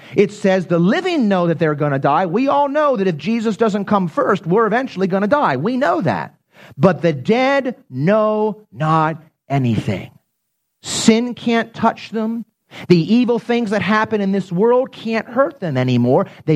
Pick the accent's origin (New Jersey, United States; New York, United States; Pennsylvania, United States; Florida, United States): Pennsylvania, United States; When I grew up in Pennsylvania